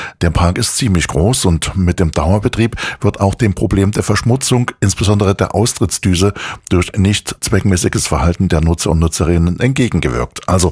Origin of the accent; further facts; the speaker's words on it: Chemnitz, Saxony, Germany; Wir gucken mal in meine Heimatstadt nach Chemnitz.